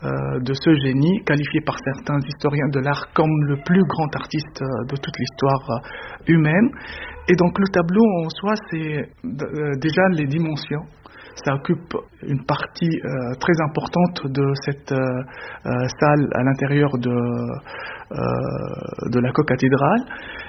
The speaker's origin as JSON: {"language": "French", "country": "Tunisia", "moved": "as an adult", "lives_now": "Lille, France", "said": "je suis tunisien. Ça fait 3 ans que je me suis installé dans Lille."}